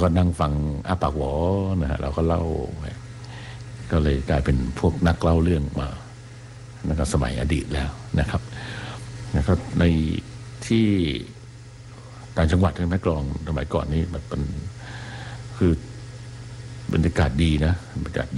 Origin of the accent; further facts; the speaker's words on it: Bangkok, Thailand; ก็ตอนไปอยู่กันกับน้องสาวซึ่งเราก็เป็นเด็กกรุงเทพนะฮะที่มีไฟฟ้าแล้วก็มีโทรทัศน์ดู